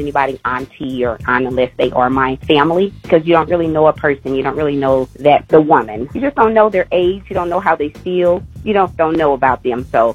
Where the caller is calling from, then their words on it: St. Louis, Missouri, United States; I'm calling from St. Louis.